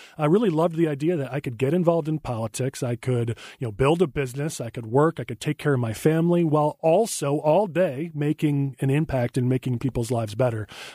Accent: Palatine, Illinois, United States; also born or lived in Batavia, Illinois / Lake Zurich, Illinois / Hawthorne Woods, Illinois; born in Batavia, then my family moved to the northwest suburbs, and I grew up in Palatine, spent a little time in Lake Zurich and Hawthorne Woods as well, but grew up in Palatine, moved out when I was 18, then found my way back to Palatine, and I've been living there ever since.

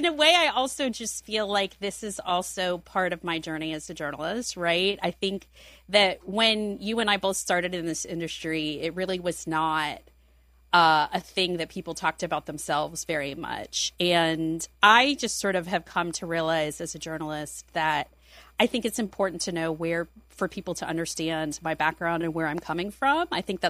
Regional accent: Miami, Florida, United States; born there; also born or lived in Midwest; whether that's like the fact that I was born in Miami and my parents are immigrants, or I lived in the Midwest for 10 years and all of my schooling was pretty much in the Midwest, or I'm Presbyterian.

